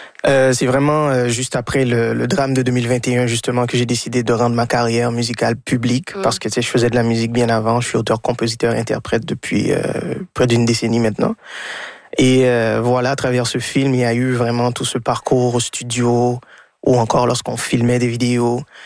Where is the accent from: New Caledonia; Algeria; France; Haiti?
Haiti; now in Canada; Moi, je suis né et élevé en Haïti